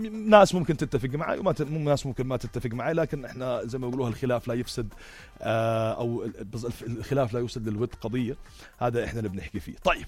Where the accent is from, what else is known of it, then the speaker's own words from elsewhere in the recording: Jordan; احنا كأردنيين قريبين للنظام الهاشمي